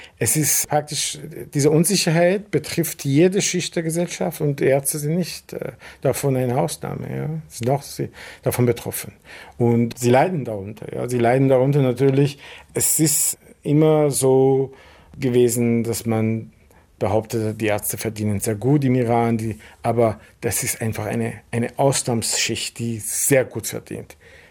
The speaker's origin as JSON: {"language": "German", "region": "Vienna", "country": "Austria"}